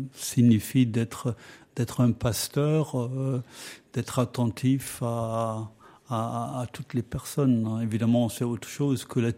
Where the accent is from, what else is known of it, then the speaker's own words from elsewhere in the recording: Germany; French is a second language; now in France; moi aussi, je viens de l'étranger. Je suis originaire de l'Allemagne.